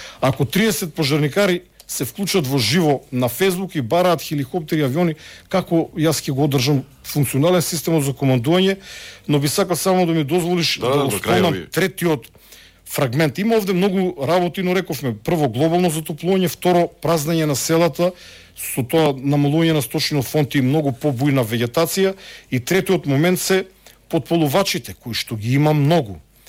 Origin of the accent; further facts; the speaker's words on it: Štip, Eastern, North Macedonia; отидете во Штип над моето мало, каде што сум роден и живее во младоста